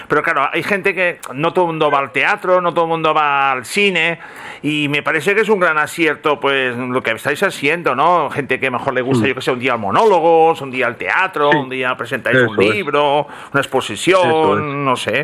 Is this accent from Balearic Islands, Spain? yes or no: yes; Mahón, Balearic Islands, Spain; yo que soy de Mahón